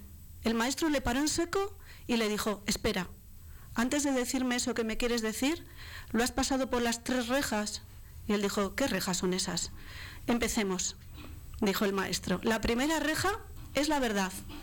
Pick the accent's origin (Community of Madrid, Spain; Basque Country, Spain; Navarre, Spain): Basque Country, Spain; Bilbao; now in Larrabetzu, Spain; Pues mira, soy de Bilbao, pero llevo ya 14 años viviendo en un pueblo que se llama Larrabetxu.